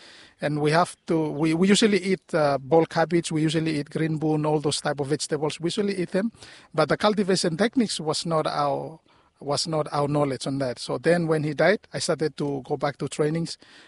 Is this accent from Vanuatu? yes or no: yes; Vanualava, Torba, Vanuatu; Okay, I'm from Vanualava